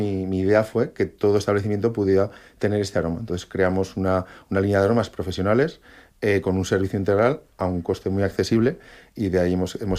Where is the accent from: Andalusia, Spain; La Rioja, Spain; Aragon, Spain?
Aragon, Spain; Utebo; moved away as an adult; now in Ibiza, Spain; Yo nací en Utebo, por cosas de la vida, pues con 20 años me fui a Ibiza